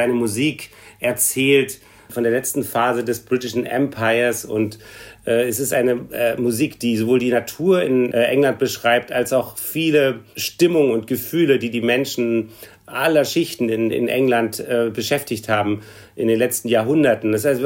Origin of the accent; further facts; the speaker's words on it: Berlin, Germany; moved away; ich bin aus Berlin als Schüler schon nach Dresden mit dem Zug gefahren